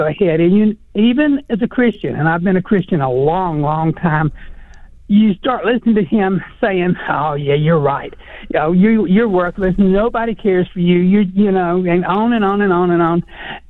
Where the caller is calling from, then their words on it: Murfreesboro, Arkansas, United States; I'm just up the road from you in Murfreesboro.